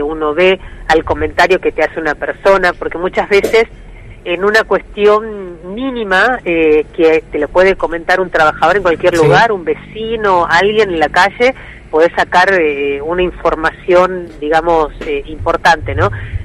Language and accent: Spanish; Salta, Argentina; now in Santa Fe, Argentina; siendo salteña